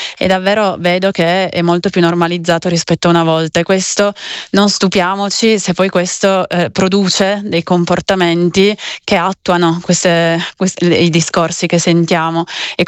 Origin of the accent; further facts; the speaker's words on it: Cuneo, Piedmont, Italy; Io l'ho fatto subito, perché tra l'altro sono di Cuneo